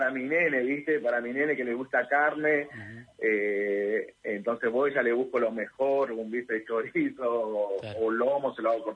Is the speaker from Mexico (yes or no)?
no; Rafael Calzada, Buenos Aires Province, Argentina; Ah, de zona sur, Almirante Brón, Rafael Calzada.